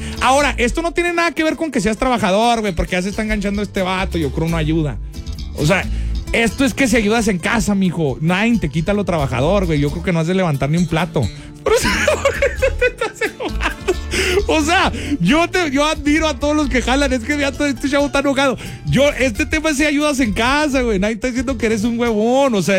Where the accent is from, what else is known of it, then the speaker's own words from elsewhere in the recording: Mexico; uno como mexicano.